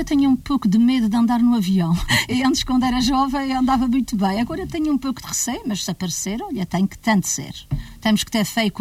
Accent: Nordeste, Azores, Portugal; Aliás, eu sou natural do Nordeste.

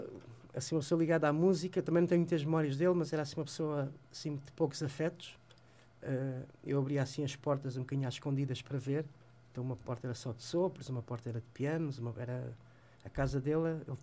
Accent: Odivelas, Lisbon, Portugal; E depois temos ali onde eu cresci, onde eu vivi, no bairro de São Jorge, ali ao pé em Odivelas.

